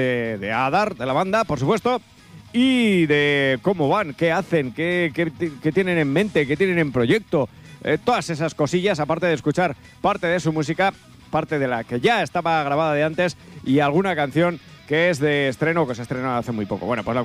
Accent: Lerín, Navarre, Spain; soy de Lerín

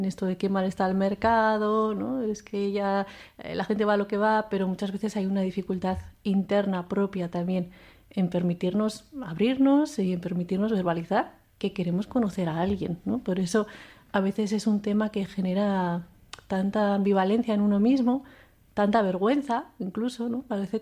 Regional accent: Basque Country, Spain; Pero aquí que somos como muy vascos, ¿no?

